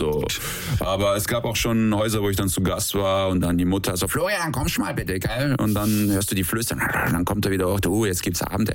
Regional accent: Germany; ich bin ja in einem Dorf groß geworden, also alles sehr konservativ.

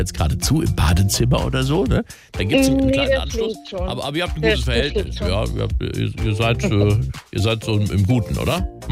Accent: Germany; Weil bei uns zum Beispiel im kleinen Dorf, das hat weniger als 400 Einwohner im Westerwald, wo ich herkomme, da kommt eben nur dezentral die Versorgung.

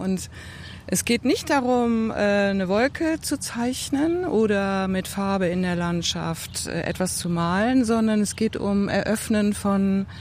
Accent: Rhineland, Germany; ich komme ja aus dem Rheinland

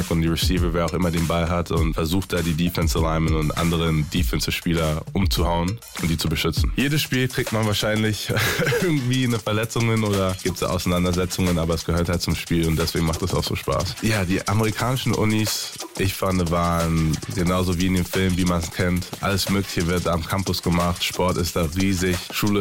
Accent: Berlin, Germany; now in Texas, United States; bin in Berlin aufgewachsen, lebe jetzt in Texas, aber spiele in Washington D.C.

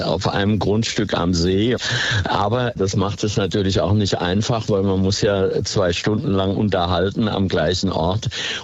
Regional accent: Hesse, Germany; born there; immer noch gebürtiger Hesse.

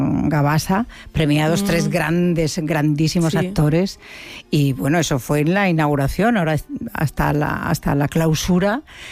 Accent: Extremadura, Spain; ¿Has estado en Extremadura con los 41 grados que había en mi tierra, en mi pueblo, ayer o antes de ayer?

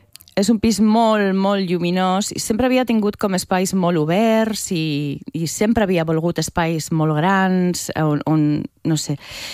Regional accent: Zaragoza, Aragon, Spain; moved away as an adult; now in Catalonia, Spain; jo vaig venir a estudiar a Barcelona, soc de Saragossa, vaig venir a estudiar a Barcelona perquè a Saragossa encara no hi ha Facultat de Belles Arts, vale? Jo vaig venir fa molts anys i ja em vaig quedar a Catalunya a viure.

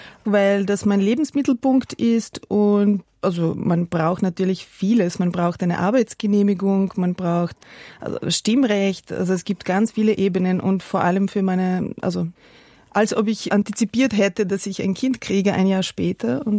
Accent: Belgrade, Serbia; German is a second language; moved away as an adult; also born or lived in Zagreb, Croatia; now in Vienna, Austria; Also ich bin in Jugoslawien groß geworden, ich wurde in Jugoslawien geboren, habe eine sehr glückliche Kindheit dort verbracht vor dem Ausbruch des Krieges sozusagen, und dieses Jugoslawien gibt es durchaus in mir und wird es immer geben.

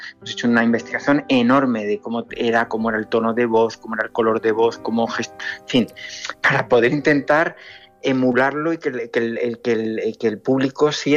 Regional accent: Andalusia, Spain; Yo también soy andaluz, pero no tengo acento hablando.

